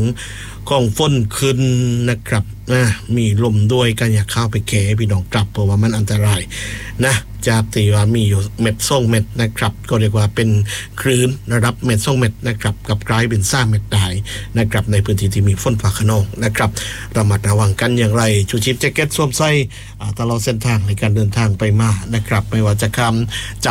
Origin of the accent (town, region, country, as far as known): Phuket, Thailand